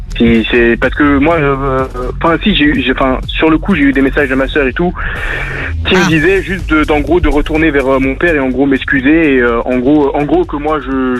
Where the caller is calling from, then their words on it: Toulon, Provence-Alpes-Côte d'Azur, France; moi je suis à Toulon